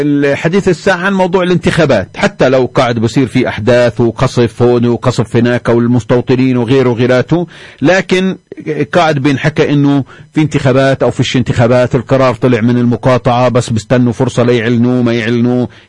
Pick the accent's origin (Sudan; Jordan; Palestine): Palestine; بنفكر بالطريقة اللي بتجي هوانا كفلسطينيين